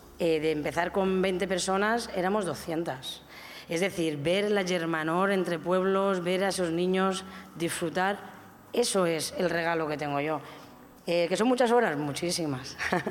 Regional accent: Polop, Valencian Community, Spain; Yo vengo porque quiero a mi pueblo.

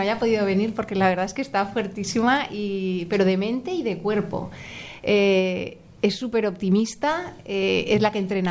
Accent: Barcelona, Catalonia, Spain; somos mucha gente de Barcelona

